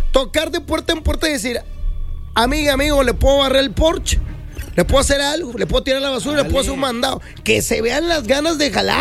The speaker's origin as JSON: {"language": "Spanish", "region": "Nuevo León", "country": "Mexico", "said": "nuestra casa es el estado de Nuevo León."}